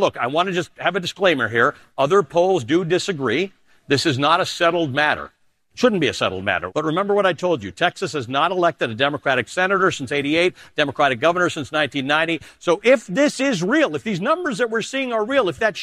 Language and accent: English; Canada; moved away as an adult; also born or lived in Kenya; now in United States; We later moved to Canada, where I grew up.